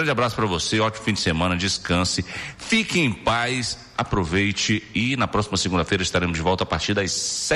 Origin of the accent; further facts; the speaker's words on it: Brazil; eu sou brasileiro